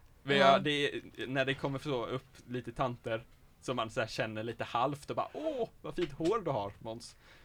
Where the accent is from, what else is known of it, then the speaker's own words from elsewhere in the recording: Småland, Sweden; accent: Småländska; Jag pratar ju småländska.